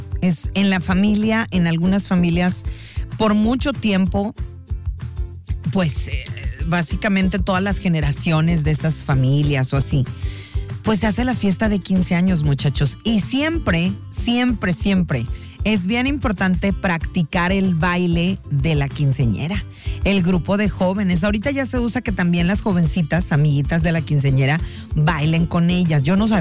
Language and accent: Spanish; Mexico; pero tú y yo y toda esta familia somos mexicanos, así que lo vas a hacer